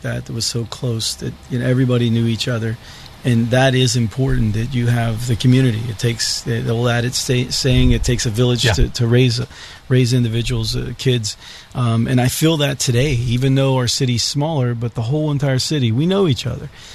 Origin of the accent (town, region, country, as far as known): Mon Valley, Pennsylvania, United States; born or raised there